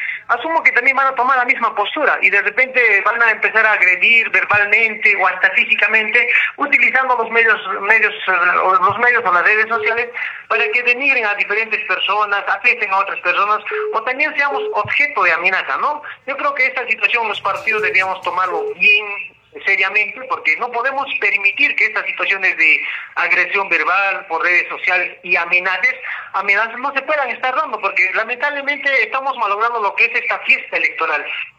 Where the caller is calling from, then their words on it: San Salvador, Peru; en mi pueblo San Salvador